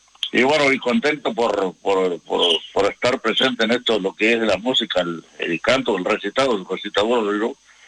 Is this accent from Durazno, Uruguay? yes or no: yes; Capilla Farruco, Durazno, Uruguay; moved away as an adult; now in Montevideo, Uruguay; mi madre me llevó a los Pagos de Saibal, ahí me crié yo y trabajé todos los años ahí, hasta los 30 años estuve ahí